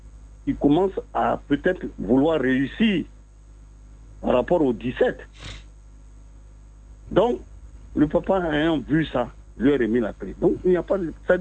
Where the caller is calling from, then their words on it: Abidjan, Côte d’Ivoire; Abidjan, les deux plateaux.